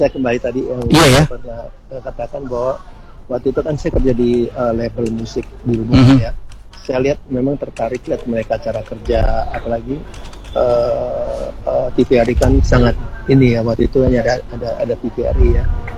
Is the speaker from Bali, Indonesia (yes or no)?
no; Manado, North Sulawesi, Indonesia; Iya, betul, kita dari Manado.